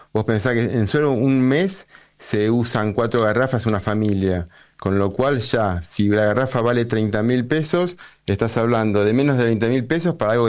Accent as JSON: {"language": "Spanish", "country": "Argentina", "said": "Tenemos gas en Argentina."}